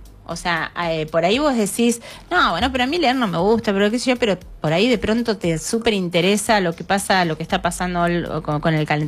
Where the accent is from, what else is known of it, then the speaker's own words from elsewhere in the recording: Victorica, La Pampa, Argentina; yo soy de un pueblo